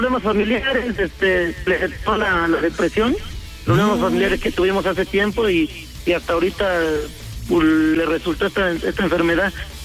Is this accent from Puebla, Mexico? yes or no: yes; Acatlán de Osorio, Puebla, Mexico; born or raised there